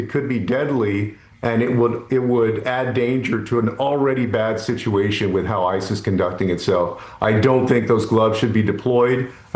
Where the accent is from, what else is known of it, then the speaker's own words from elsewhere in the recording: Bexar County, Texas, United States; Bexar County, which is the fourth largest county in Texas in my hometown